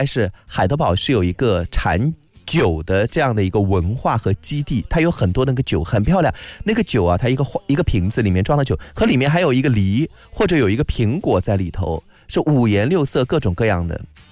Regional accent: China

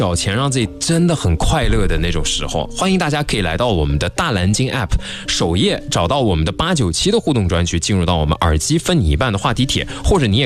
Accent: Guangzhou, Guangdong, China; 我从小在广州出生，广州长大

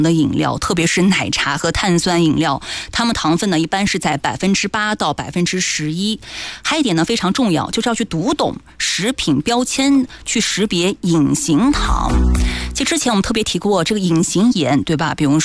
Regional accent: Jiangsu and Zhejiang, China; 我们江浙人都特别喜欢吃糖醋红烧口的哈

